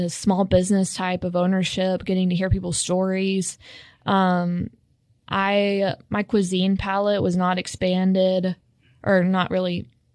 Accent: Trussville, Alabama, United States; also born or lived in Hendersonville; Hendersonville, for 2 years. And then I ended up back in my hometown of Trussville for my last 3 of high school.

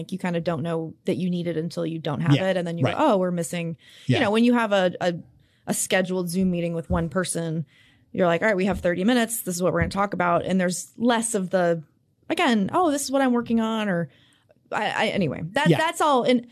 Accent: Kansas City, United States; now in Memphis, United States; I grew up in Kansas City, outside in the suburbs of Kansas City

